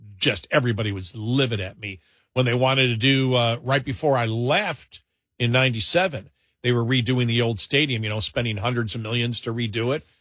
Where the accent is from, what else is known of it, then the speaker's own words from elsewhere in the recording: Buffalo, New York, United States; I grew up in Buffalo, and that's a football town.